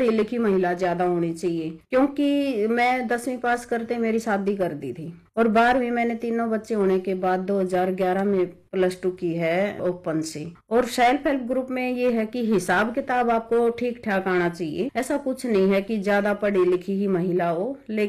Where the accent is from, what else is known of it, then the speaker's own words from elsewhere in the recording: Haryana, India; और जैसे मैं हरियाणा से हूँ, हरियाणा में स्कीम है हरियाणा राज्य ग्रामीण आजीविका मिशन